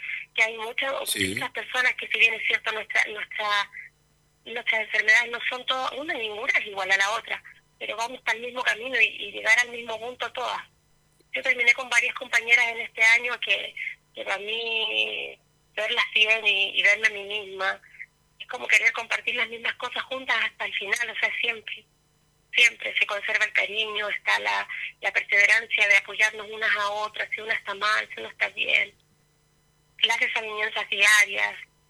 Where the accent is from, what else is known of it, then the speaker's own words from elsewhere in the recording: Ancud, Los Lagos, Chile; soy de Ancud, tengo 50 años